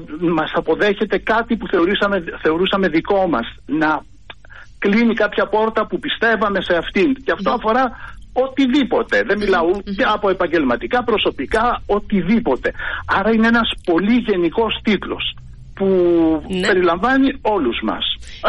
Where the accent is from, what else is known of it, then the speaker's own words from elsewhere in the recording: Greece; τη στιγμή που είμαστε Έλληνες